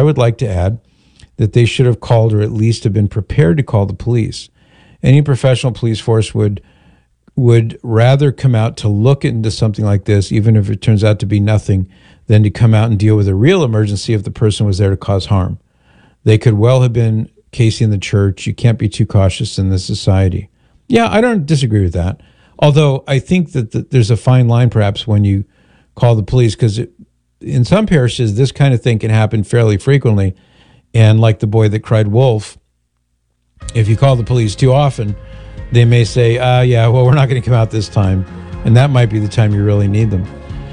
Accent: Mission Viejo, California, United States; And that's just down the street from where I grew up in Mission Viejo, which is right, you know, it's actually part of Mission Viejo, Cota de Casa.

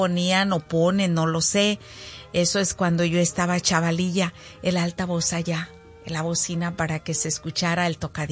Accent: Zacualco de Torres, Jalisco, Mexico; moved away; allá en Zacualco de Torres, allá en mi pueblo

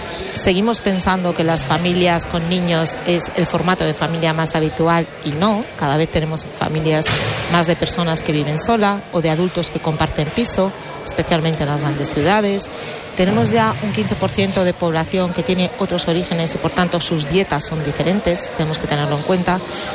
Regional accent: Galicia, Spain; yo que soy gallega

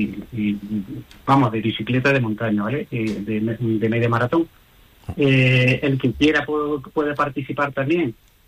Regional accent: Spain; como españoles que somos.

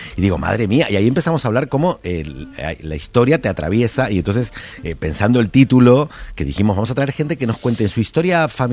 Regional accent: Argentina; now in Spain; El problema es que en mi país, en mi país Argentina, porque este también es mi país, se toma el fútbol de una manera muy pasional.

